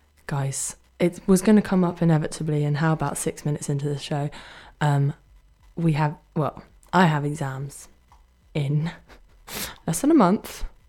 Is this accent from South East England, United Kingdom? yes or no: yes; Brighton, South East England, United Kingdom; accent: Brighton; I'm from Brighton